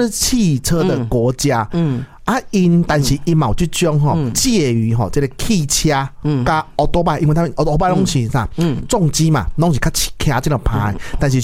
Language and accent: Chinese; Taiwan; 我们台湾人